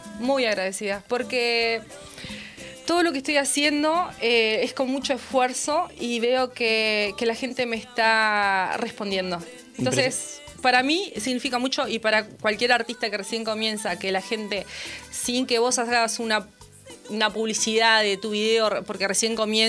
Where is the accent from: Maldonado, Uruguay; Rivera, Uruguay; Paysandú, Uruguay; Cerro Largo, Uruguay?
Cerro Largo, Uruguay; Melo; born there; moved away; en el Melo, que es donde yo nací